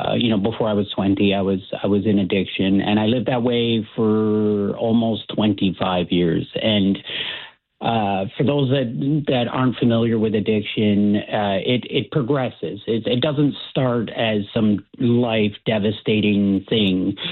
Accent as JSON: {"language": "English", "town": "Cambridge", "region": "Ontario", "country": "Canada", "moved": "as an adult", "lives_now": "Toronto, Canada", "said": "I'm from Cambridge, so yeah. that's where everything started for me. But I came to Toronto in about 2013, 2014"}